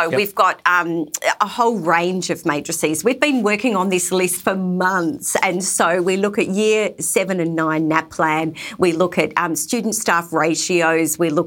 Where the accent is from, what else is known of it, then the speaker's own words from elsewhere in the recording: Adelaide, South Australia, Australia; This is, we're both from Adelaide. Everyone's into private schools in Adelaide.